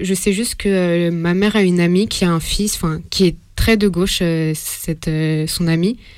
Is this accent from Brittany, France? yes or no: no; Saint-Denis, Île-de-France, France; born there; also born or lived in Paris; je suis née à Saint-Denis. Enfin, je suis née à Paris, après je suis allée à Saint-Denis.